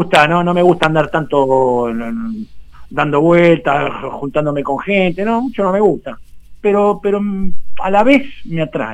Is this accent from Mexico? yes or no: no; Argentina; yo primero soy argentino.